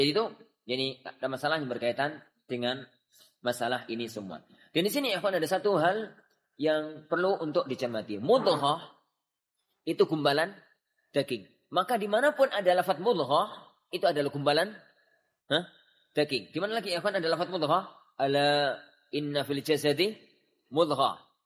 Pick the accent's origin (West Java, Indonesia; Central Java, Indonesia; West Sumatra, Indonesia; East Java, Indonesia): East Java, Indonesia; Gresik; dari mana?" "Jawa Timur." "Surabaya?" "La ya Syekh, Gresik."